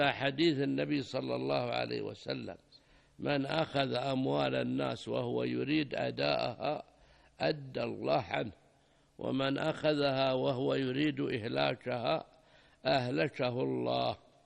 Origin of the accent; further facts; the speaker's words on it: Saudi Arabia; الريال السعودي معتبر عندنا في المملكة العربية السعودية في الزكاة بالريال الفضي،